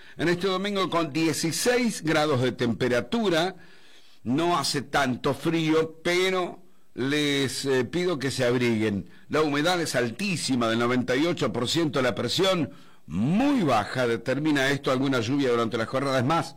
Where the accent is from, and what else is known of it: Argentina